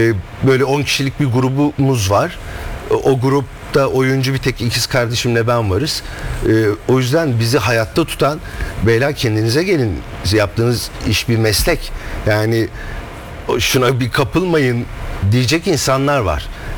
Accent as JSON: {"language": "Turkish", "region": "Istanbul", "country": "Turkey", "tie": "born or raised there", "said": "Ben doğup büyüdüğüm mahalle Göztepe Mahallesi. Hala aynı Göztepe Mahallesi'ndeyim. 5 sokak arayla gidiyorum, geliyorum, yer değiştiriyorum."}